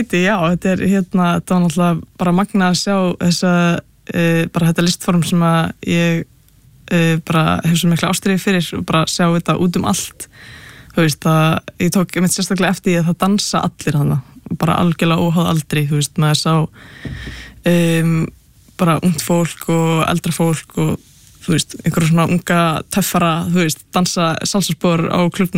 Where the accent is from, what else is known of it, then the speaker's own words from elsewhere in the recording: Capital Region, Iceland; Nei, ég er hérna, ég er ættu að vestan ég úlst upp bara hérna bara á höfburgarsvæðinu sko.